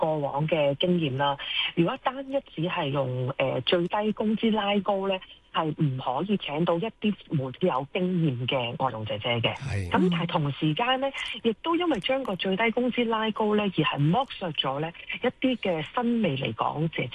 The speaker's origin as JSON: {"language": "Cantonese", "country": "Hong Kong", "said": "我哋香港人"}